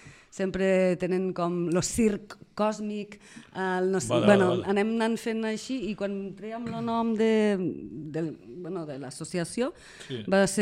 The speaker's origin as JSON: {"language": "Catalan", "town": "Cervià de les Garrigues", "region": "Catalonia", "country": "Spain", "said": "Jo sóc de Cervià de les Garrigues, d'un poble de 600 habitants. Les Garrigues és una de les comarques més deprimides de Catalunya. És una comarca super rural."}